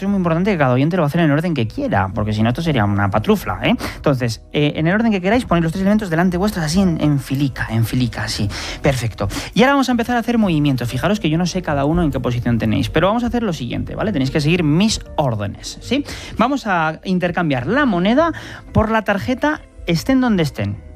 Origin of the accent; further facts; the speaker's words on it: Tizneros, Castile and León, Spain; Yo soy de Tizneros, un pueblo de Segovia